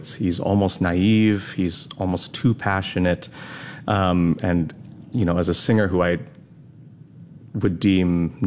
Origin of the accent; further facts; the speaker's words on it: Chicago, Illinois, United States; I grew up in the suburbs of Chicago, but I technically have been living in the city of Chicago longer than I've been than I have lived in the suburbs. So I call myself a native Chicagoan.